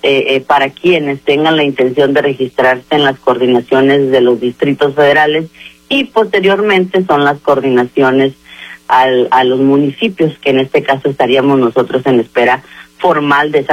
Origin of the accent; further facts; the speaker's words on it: Ahome, Sinaloa, Mexico; nacida aquí en Ahome, aquí he estudiado, aquí he crecido, es mi tierra